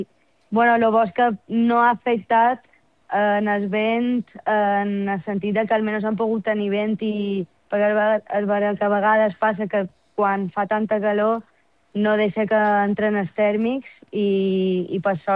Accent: Palma, Balearic Islands, Spain; born there

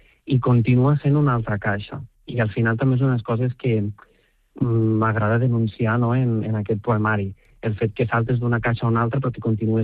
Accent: Catalonia, Spain; perquè jo sóc de Ponent i hi ha un paisatge de Terra Baixa que em ressona molt

